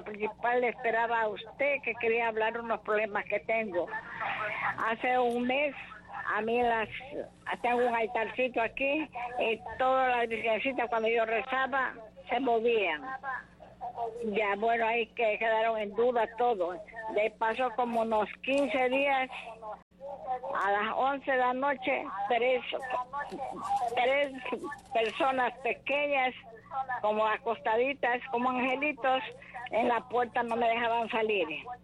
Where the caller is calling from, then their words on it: Pasaje, El Oro, Ecuador; de aquí de Pasaje.